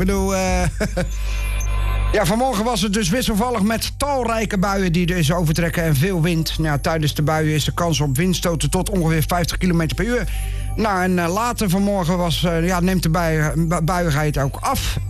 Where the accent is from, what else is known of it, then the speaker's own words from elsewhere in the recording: Rotterdam, South Holland, Netherlands; ik ben zelf Rotterdammer.